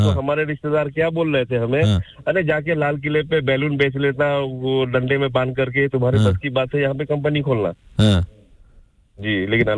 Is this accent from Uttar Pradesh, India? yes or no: no; Darbhanga, Bihar, India; moved away; मैं बिहार से हूँ, दरभंगा।